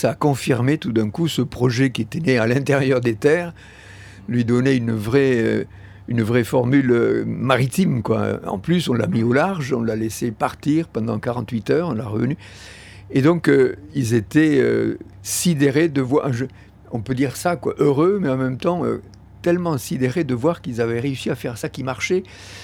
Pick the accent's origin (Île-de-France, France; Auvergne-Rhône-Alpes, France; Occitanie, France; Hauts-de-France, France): Occitanie, France; moi, je suis originaire du Tarn.